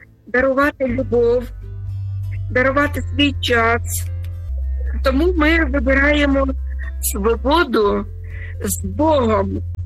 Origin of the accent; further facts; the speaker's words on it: Sumy Oblast, Ukraine; передаю своє вітання, свою любов і мої молитви на мою рідну Україну, на мою рідну Сумщину, у мою рідну церкву Різдва, моїм дітям, онукам.